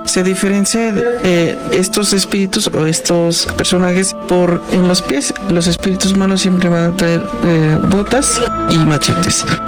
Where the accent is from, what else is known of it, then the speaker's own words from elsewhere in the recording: Puebla, Mexico; Nosotros venimos de la Sierra Norte de Puebla, en los límites de Puebla Hidalgo, y en nuestra comunidad nos dedicamos a hacer lo que es el papel amate.